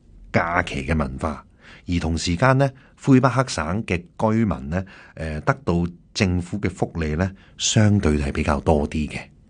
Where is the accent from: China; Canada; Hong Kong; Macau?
Canada; 咁所以呢個就係我哋加拿大人好多時我哋財務規劃入邊咧係唔多，唔係話冇。